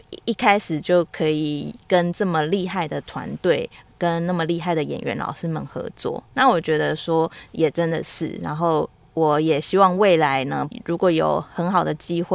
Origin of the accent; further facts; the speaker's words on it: Taiwan; accent: Taiwanese; 听到我的台湾腔以后就说